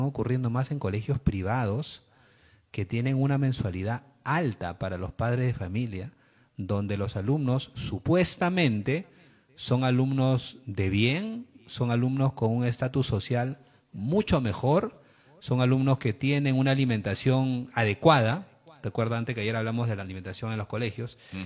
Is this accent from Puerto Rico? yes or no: no; Peru; nosotros como peruanos